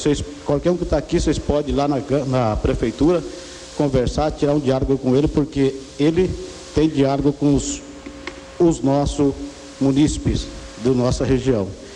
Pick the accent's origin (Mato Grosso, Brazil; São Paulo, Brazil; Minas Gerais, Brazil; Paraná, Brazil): Mato Grosso, Brazil; Nova Canaã do Norte; Eu tenho 9 anos, sou 9 anos mais velho do que Nova Canaã. Tenho 49 anos. Eu nasci em Nova Canaã. Então, a gente tem orgulho de ser um canaense, né? Nasci aqui. Quando eu nasci, Canaã nem existia, praticamente, né? Praticamente aí um ano. Então, eu sou filho de Nova Canaã